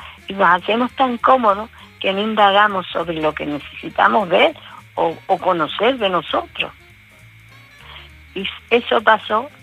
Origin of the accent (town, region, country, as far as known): Canary Islands, Spain